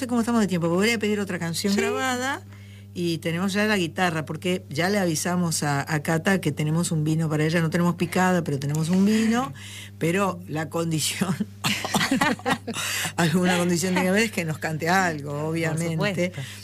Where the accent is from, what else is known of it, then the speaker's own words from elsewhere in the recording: Argentina; Es que nosotros somos argentinos, pero somos latinoamericanos.